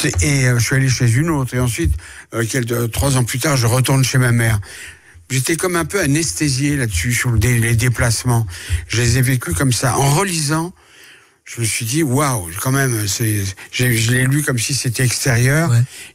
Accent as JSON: {"language": "French", "country": "France", "tie": "born there"}